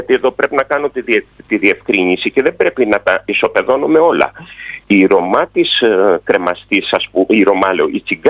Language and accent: Greek; Greece; ως αξιωματικός και ως Έλληνας